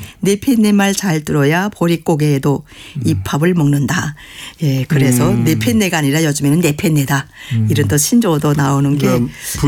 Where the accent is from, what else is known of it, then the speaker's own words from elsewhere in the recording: Pyongan, North Korea; 저는 평안도가 출신이지만 저희 아버님이 함경도 출신이고.